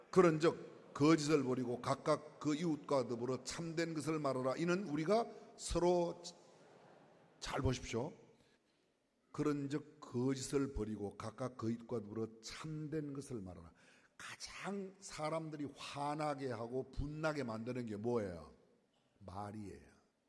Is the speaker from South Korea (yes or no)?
yes; South Korea; 저도 한국 사람이지만요.